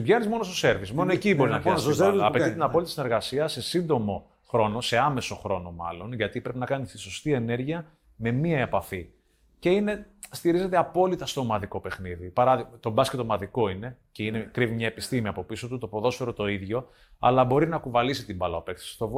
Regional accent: Ierapetra, Crete, Greece; born there; Ναι, από εκεί έφυγα και πήρα την πρώτη μου μεταγραφή και ξεκίνησα την επαγγελματική μου καριέρα.

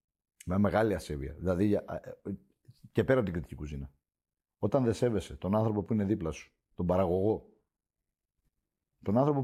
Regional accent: Crete, Greece; Θέλω μόνο να κάνω συνταγές από τον τόπο μου και να ακούγονται έξω από αυτόν τον τόπο. Να φτάνουν στα πέρατα της γης, θες με τον τουρισμό, θες πηγαίνοντας εγώ. Για μένα αυτή έχει σημασία. Να μπορούν όσοι έρχονται στην Κρήτη, αλλά και εμείς όταν ταξιδεύουμε εκτός Κρήτης

